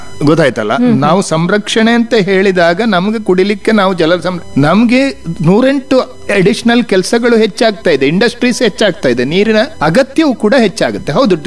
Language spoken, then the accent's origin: Kannada; Kerala, India; now in Belagavi, India; ನಾನು 30 ಇಯರ್ಸ್ ಹಿಂದೆ ಬಂದವ ಬೆಳಗಾಮಿಗೆ, ನಾನು ನಿಜವಾಗಿ ಅಂದ್ರೆ ಬೆಳಗಾಂನೂ ಅಲ್ಲ, ನಾವು ಕೇರಳದವರು. 30 ವರ್ಷಗಳ ಹಿಂದೆ ಮತ್ತು 30-33 ವರ್ಷಗಳ ಹಿಂದೆ ನಾನು ಇಲ್ಲಿಗೆ ಬಂದೆ.